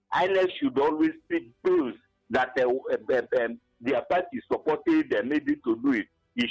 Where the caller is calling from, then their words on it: Enugu State, Nigeria; I'm calling from Abopanik Enugu.